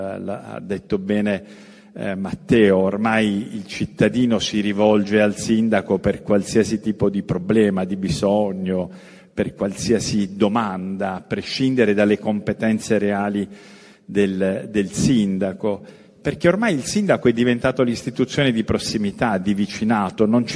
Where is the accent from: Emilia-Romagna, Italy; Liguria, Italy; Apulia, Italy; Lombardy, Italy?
Apulia, Italy; Bari